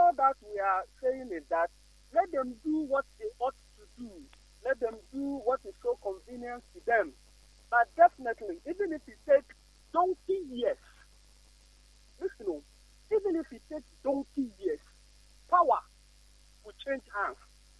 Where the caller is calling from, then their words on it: Sekondi-Takoradi, Western Region, Ghana; I'm calling from Esikado